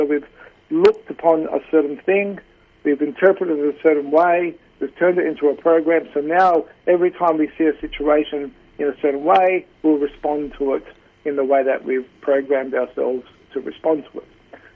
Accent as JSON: {"language": "English", "town": "Adelaide", "region": "South Australia", "country": "Australia", "tie": "born or raised there", "said": "I've born and bred in Adelaide. My parents were from southern Italy, so they were migrants. And so I was born in adopted into an Italian family."}